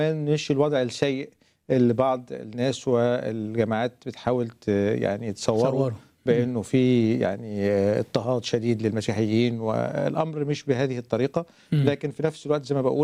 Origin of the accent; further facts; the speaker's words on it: Egypt; أنا هتكلم كنائب مصري مسيحي